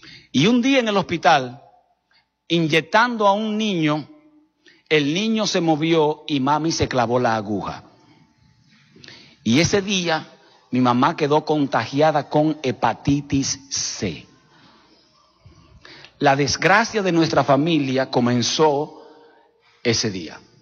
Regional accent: Dominican Republic; Esa es la generación de donde yo vengo. Mi papá y mi mamá son fundadores de iglesia en el país, en República Dominicana.

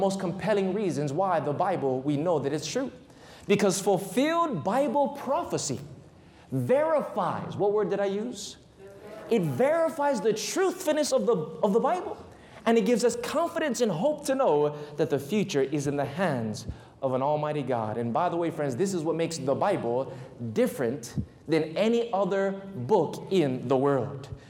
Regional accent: Waianae, Hawaii, United States; growing up in Waianae on the island of Oahu

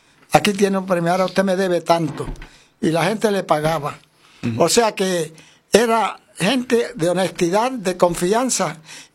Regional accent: Aguada, Puerto Rico; pero yo soy nacido y criado en Aguada

